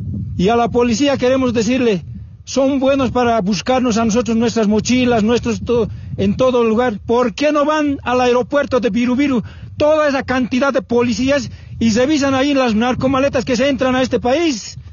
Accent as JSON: {"language": "Spanish", "country": "Bolivia", "said": "Nosotros como bolivianos"}